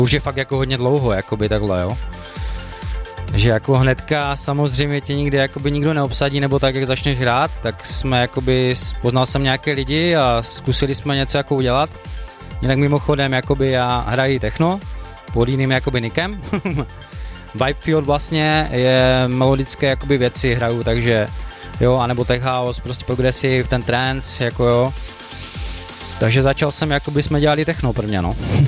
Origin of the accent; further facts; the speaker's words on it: Bohumín, Moravian-Silesian Region, Czechia; pocházím z Bohumína